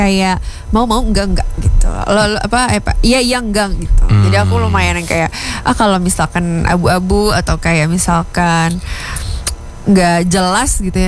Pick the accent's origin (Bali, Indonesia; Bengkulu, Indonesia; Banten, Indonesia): Banten, Indonesia; Tangerang; also born or lived in Jakarta; Asalku dari Tangerang